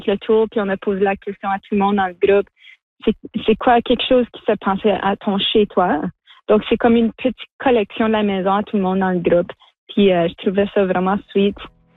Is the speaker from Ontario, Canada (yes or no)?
yes; Ontario, Canada; Moi, je viens du nord de l'Ontario, mais on a quand même beaucoup en commun, la façon qu'on a grandi, notre connexion au territoire.